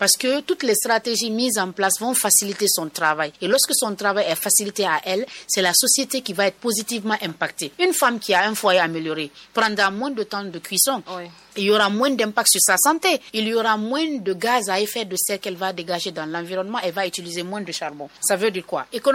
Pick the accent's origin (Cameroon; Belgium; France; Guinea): Guinea; en tant que Guinéenne